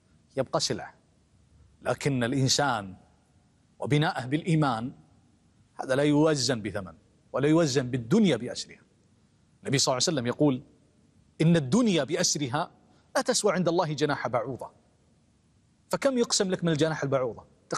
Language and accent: Arabic; Kuwait; وعندنا بالكويت